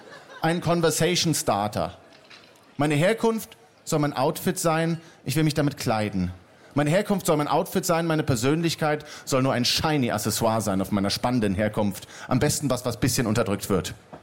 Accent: Berlin, Germany; Ich bin ja Berliner. Ich bin ein türkischer Araberschwabe.

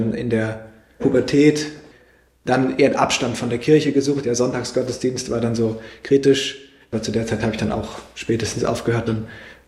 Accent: Schwerin, Mecklenburg-Vorpommern, Germany; moved away as an adult; also born or lived in Dresden; now in Neuzelle, Germany; bin geboren in Schwerin am 15. März 2001, dort aufgewachsen, zur Schule gegangen, Abitur gemacht und dann über einen Umweg über Dresden hier nach Neuzelle gekommen

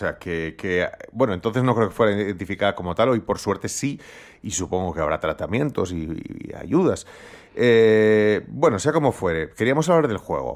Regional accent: Basque Country, Spain; He de decir que soy un mal vasco

